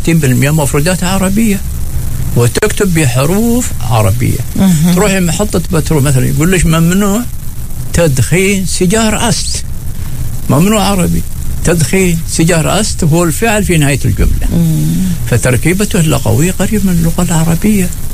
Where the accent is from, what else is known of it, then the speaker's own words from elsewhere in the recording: Oman; ولذلك أنا لما كنت في إيران أقول لهم أنا من عمان، قولوا إيش؟ قابوس